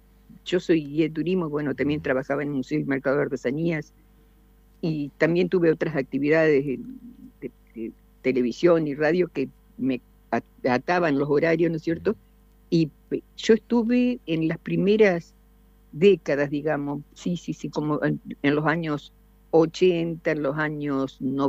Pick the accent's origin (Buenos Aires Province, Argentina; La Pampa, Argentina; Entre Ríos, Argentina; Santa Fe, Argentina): Entre Ríos, Argentina; como buen argentino, como buen entrerriano